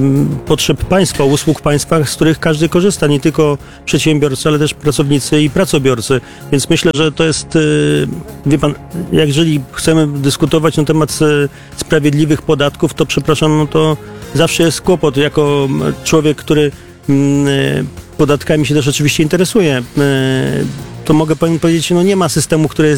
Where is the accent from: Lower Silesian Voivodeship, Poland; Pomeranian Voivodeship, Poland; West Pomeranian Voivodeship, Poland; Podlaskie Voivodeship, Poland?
Lower Silesian Voivodeship, Poland